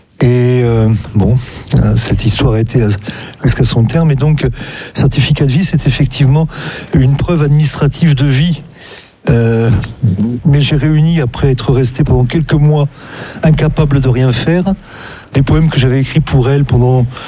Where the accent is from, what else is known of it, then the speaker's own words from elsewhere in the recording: Occitanie, France; now in Aubervilliers, France; Non, je suis né dans les Cévennes. Oui. J'ai passé mon enfance, mais j'habite à Aubervilliers.